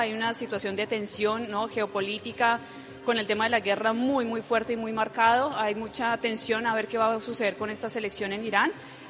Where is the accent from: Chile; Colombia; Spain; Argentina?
Colombia; Cali, Valle del Cauca; now in San Diego, United States; Aquí San Diego tiene cosas muy lindas, la verdad. Me recuerda un poquito a mi tierra Cali desde el clima en este momento